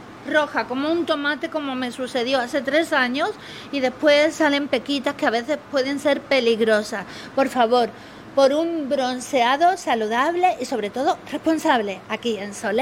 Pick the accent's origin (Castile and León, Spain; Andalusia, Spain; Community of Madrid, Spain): Andalusia, Spain; Seville; Soy de Sevilla. A ver, nosotros también venimos hoy de Sevilla.